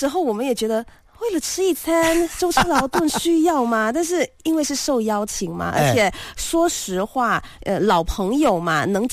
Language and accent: Chinese; Johor Bahru, Johor, Malaysia; now in Kuala Lumpur, Malaysia; 你知道我来自新山嘛？